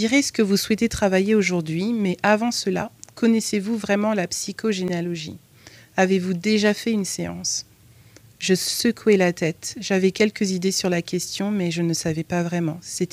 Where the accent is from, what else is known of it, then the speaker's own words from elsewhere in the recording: France; born there; also born or lived in Congo; arrivé en France très très jeune, comme moi.